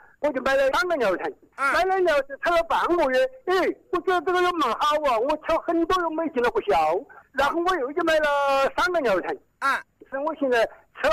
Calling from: Wuhan, Hubei, China; 我是江夏区正定街同心村的。

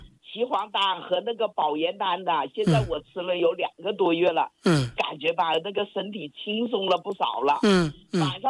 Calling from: Guizhou, China; 我是咱们这个节目的老朋友了，我是贵州的，我听您这个节目 啊快有半年时间了

